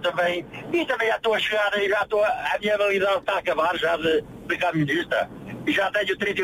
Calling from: Tondela, Centro, Portugal; Eu sou de Tondela.

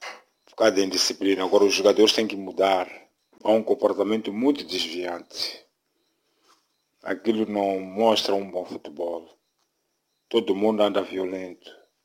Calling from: Maputo, Mozambique; aos meus filhos aqui em Maputo

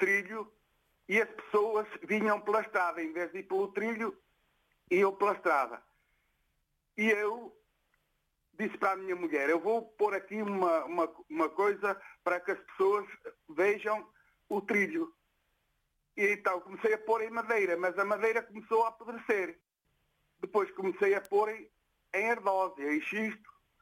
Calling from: Ermelo, Norte, Portugal; falo de Ermelo.

